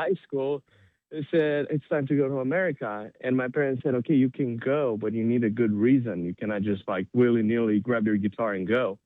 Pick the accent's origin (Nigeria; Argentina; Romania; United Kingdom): Romania; English is a second language; moved away as an adult; now in United States; I was 20 years old. So yeah, I was born and raised in Romania in a very musical family.